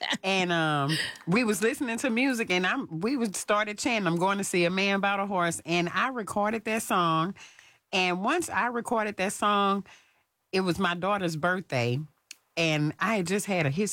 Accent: Clinton, Louisiana, United States; also born or lived in Baton Rouge, Louisiana; I'm from Clinton, Louisiana, but I've lived in Baton Rouge also.

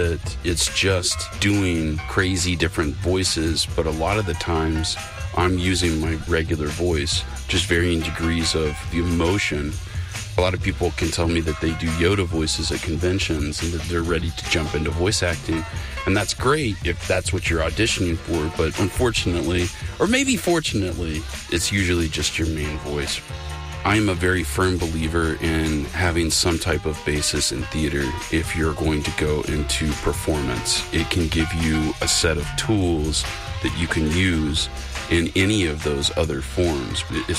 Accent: Bel Air, Texas, United States; from Bel Air, and you're listening to Houston Matters with Craig Cohen.

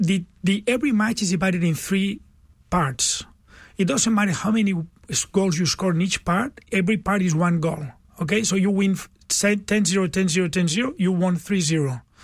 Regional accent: Barcelona, Catalonia, Spain; Barcelona.

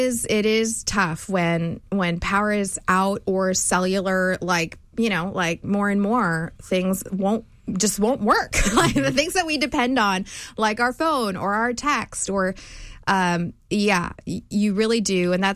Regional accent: Houston, Texas, United States; I was born and raised in Houston. I love Houston.

